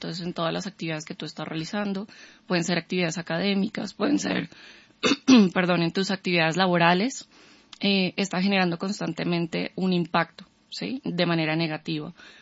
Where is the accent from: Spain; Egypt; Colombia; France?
Colombia; Bogotá; nosotros como bogotanos o como colombianos